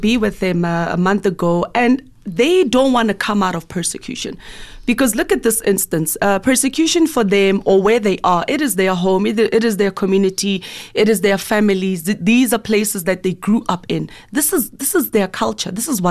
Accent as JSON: {"language": "English", "town": "Johannesburg", "region": "Gauteng", "country": "South Africa", "tie": "born or raised there", "said": "And I was born and bred in Johannesburg. I've lived here for 34 years by God's grace."}